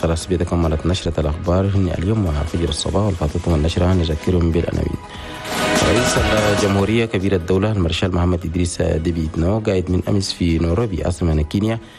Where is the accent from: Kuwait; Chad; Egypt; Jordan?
Chad